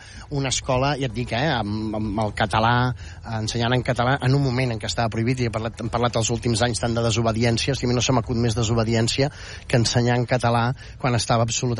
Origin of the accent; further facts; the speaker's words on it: Barcelona, Catalonia, Spain; now in Sant Esteve de Palautordera, Spain; Jo visc a Sant Esteve de Palau Tordera des de fa moltíssims anys, però vaig néixer a Barcelona i vaig néixer en aquest barri i vaig anar a escola en aquest barri.